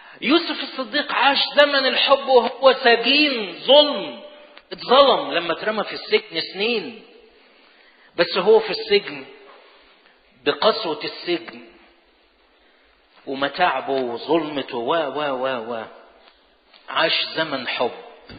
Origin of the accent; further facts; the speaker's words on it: Karak Governorate, Jordan; لأن مؤاب دي محافظة عندنا في الأردن اسمها الكرك، لسه موجودة لحد الآن